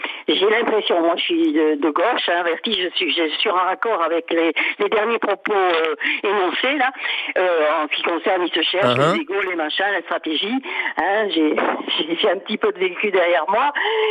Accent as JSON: {"language": "French", "town": "Arcachon", "region": "Nouvelle-Aquitaine", "country": "France", "said": "je suis d'Arcachon en plus, donc, et je connais les Landes"}